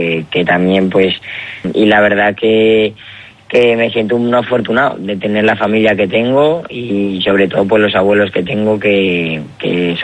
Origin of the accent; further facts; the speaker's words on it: Biota, Aragon, Spain; Yo siempre he sido Biota a muerte, me ha encantado mi pueblo, he disfrutado mucho en él y por eso lo digo orgulloso, ¿no? Que soy de Biota, que no me cuesta decirlo